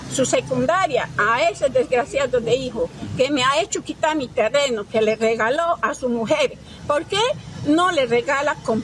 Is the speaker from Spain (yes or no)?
yes; Maceda, Galicia, Spain; que me lo compre en Maceda, porque mi Maceda es mi tierra y mi sitio de venta y de trabajo